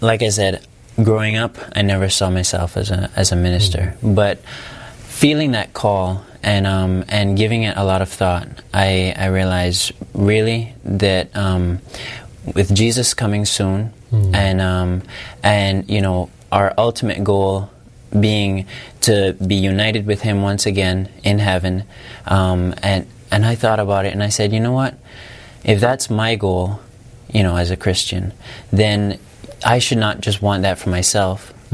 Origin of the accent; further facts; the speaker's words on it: Cayman Islands; I'm from the Cayman Islands.